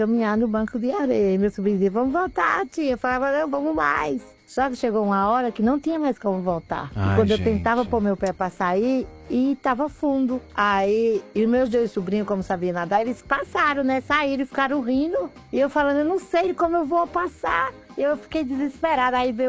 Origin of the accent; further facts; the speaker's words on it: Barra de Cunhaú, Rio Grande do Norte, Brazil; Eu vim passar o carnaval lá no norte, na minha terra, na Barra de Cunhaú.